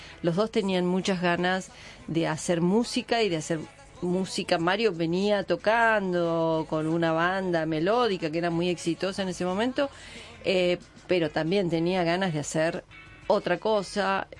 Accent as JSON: {"language": "Spanish", "town": "La Plata", "region": "Buenos Aires Province", "country": "Argentina", "also_born_or_lived": "Gonnet", "said": "Yo en realidad soy platense."}